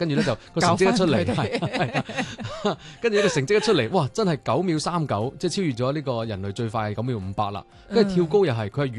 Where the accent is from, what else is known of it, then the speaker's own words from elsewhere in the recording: Guangdong, China; 我當時就話，我作為一個廣東人，好中意呢個數字，有咁多八，